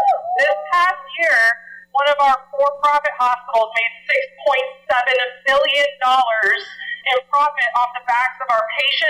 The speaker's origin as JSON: {"language": "English", "town": "St. Petersburg", "region": "Florida", "country": "United States", "tie": "born or raised there", "said": "I was born and raised right here in St. Pete and currently work out of Largo."}